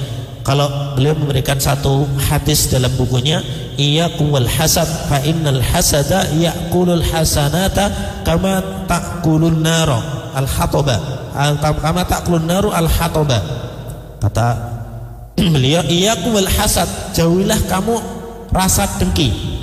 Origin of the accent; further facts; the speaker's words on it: Central Java, Indonesia; kami kan orang Bekonang ya.